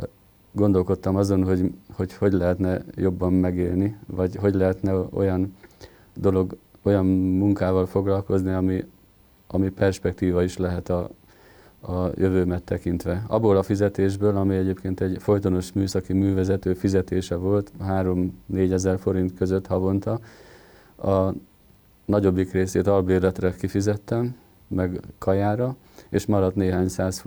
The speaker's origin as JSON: {"language": "Hungarian", "town": "Fedémes", "region": "Heves", "country": "Hungary", "also_born_or_lived": "Eger", "said": "Tehát kezdem ott, hogy Egerben születtem, de ott volt kórház, egy mátrai kisfaluból származom, Fedémes a neve."}